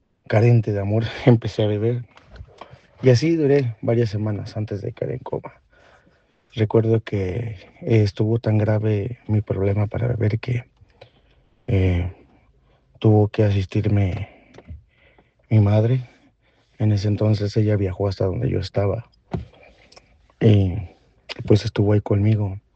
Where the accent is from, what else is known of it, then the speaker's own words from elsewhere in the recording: Mexico; Fue algo muy curioso porque todo empezó en otro país. Yo soy de México, pero empezó en otro país.